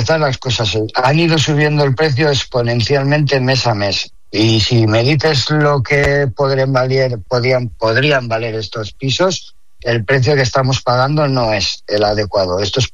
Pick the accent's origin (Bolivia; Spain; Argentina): Spain; Erandio, Basque Country; also born or lived in Algorta; yo en este caso llevo aquí viviendo 8 años, pero soy del municipio de Erandio, nací en Algorta, pero me he criado toda la vida entre Astrabuda y Erandio